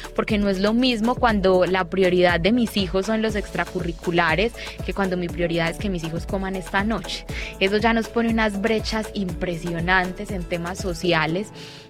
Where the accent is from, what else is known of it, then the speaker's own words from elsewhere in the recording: Medellín, Antioquia, Colombia; born there; Yo nací en Belén Rincón y desde hace 6 años soy catequista